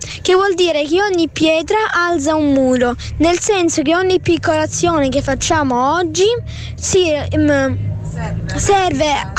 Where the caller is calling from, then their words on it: Apulia, Italy; vengo dalla provincia di Lecce